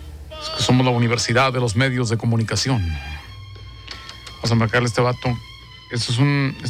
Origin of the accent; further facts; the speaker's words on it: San Luis Potosí, Mexico; 48, yo soy de San Luis Potosí.